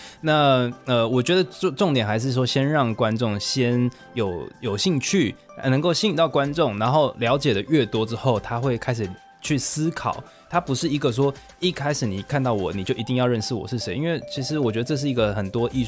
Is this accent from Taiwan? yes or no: yes; Taiwan; 我是台湾的，我是以前是实践大学服装设计系毕业的